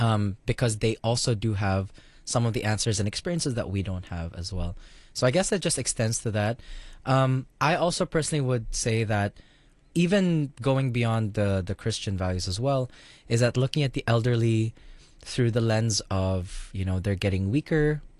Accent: Philippines

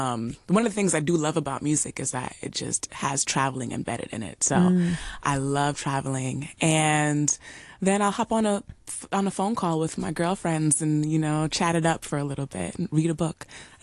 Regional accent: Jamaica; Like I said, I'm Jamaican, so I love cooking Jamaican food.

